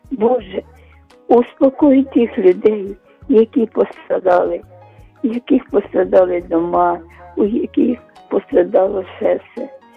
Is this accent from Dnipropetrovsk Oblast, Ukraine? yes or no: no; Kyiv, Ukraine; я з Оболоні, з Києва.